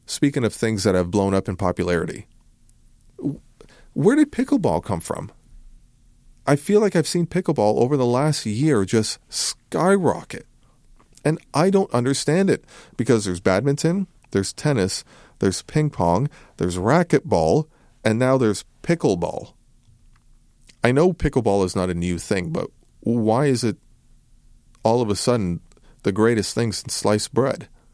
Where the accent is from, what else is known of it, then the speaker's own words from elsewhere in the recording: Brampton, Ontario, Canada; I grew up in Brampton